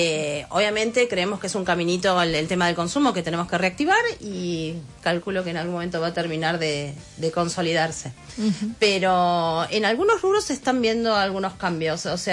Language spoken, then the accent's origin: Spanish; Argentina